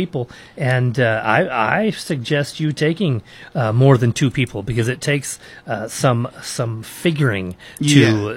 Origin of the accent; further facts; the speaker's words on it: Sedalia, Missouri, United States; I grew up in Sedalia, so I'm very familiar with the State Fair.